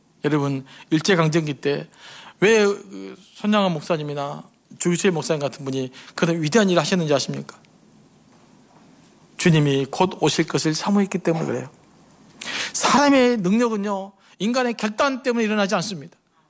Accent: Suncheon, South Jeolla, South Korea; 제가 이제 순천 출신인데

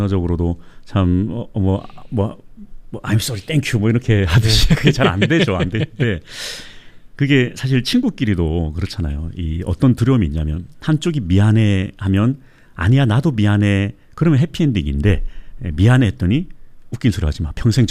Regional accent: Gyeongsang, South Korea; 저는 아주 전형적인 경상도 사람이라면

